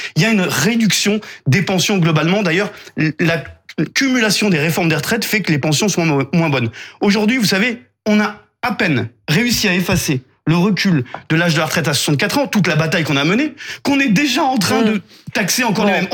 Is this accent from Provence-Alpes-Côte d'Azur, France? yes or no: no; Auvergne-Rhône-Alpes, France; moi, je viens de Haute-Loire.